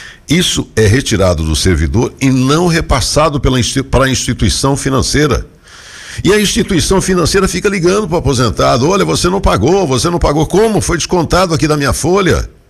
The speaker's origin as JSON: {"language": "Portuguese", "country": "Brazil", "tie": "born there", "said": "Meus filhos moram aqui, né? A gente tem os netos, tem uma história, nós nascemos aqui em Itacoaritinga"}